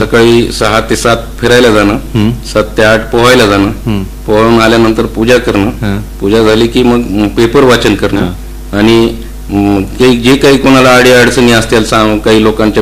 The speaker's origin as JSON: {"language": "Marathi", "town": "Beed", "region": "Maharashtra", "country": "India", "tie": "born or raised there", "said": "खूप फरक आहे. आता कॉलनी, मोठमोठ्या कॉलनी झाल्यात आता बीडमध्ये, बीडचा विस्तार झालाय चारी बाजूने"}